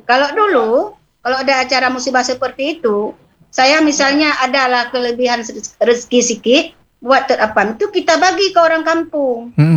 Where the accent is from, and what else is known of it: Aceh, Indonesia; born there